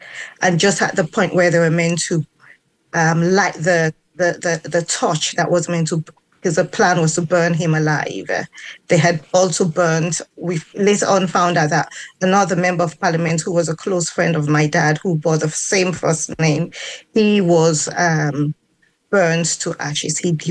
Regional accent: Sierra Leone; now in United Kingdom; I was in the United Kingdom. I was here with my family, but I'm from Sierra Leone. And whilst everything was happening in Sierra Leone, we were here.

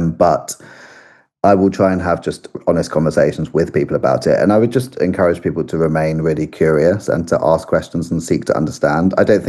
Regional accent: United Kingdom; as a British cultured people

